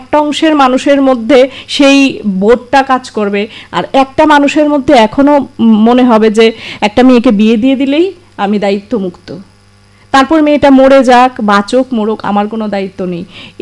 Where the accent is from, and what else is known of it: India